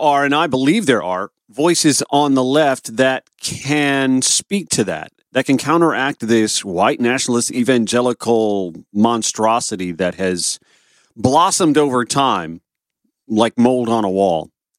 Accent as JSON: {"language": "English", "region": "the South", "country": "United States", "tie": "born or raised there", "said": "I grew up in the South. I grew up in the suburbs. My dad's a deer hunter."}